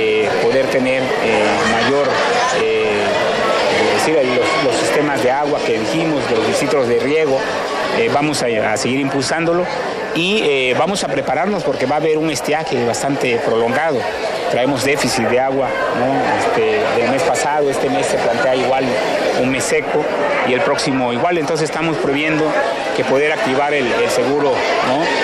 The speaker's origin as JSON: {"language": "Spanish", "region": "Tabasco", "country": "Mexico", "said": "lo tengo aquí muy presente a ustedes, a mi pueblo, a mi municipio."}